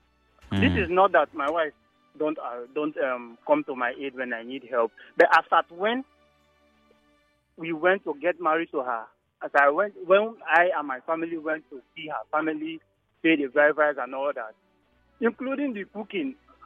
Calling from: Nigeria; I'm calling from Rumigo.

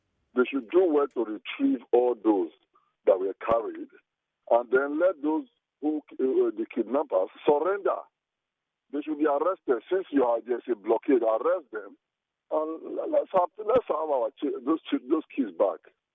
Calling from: Nigeria; I come from Oji.

